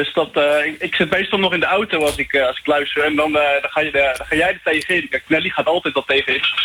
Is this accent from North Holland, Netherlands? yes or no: no; Noordwijkerhout, South Holland, Netherlands; born there; now in Noordwijk, Netherlands; ik ben geboren in Noordwijkhout. En ik woon hier nu sinds een jaartje of 4, 5.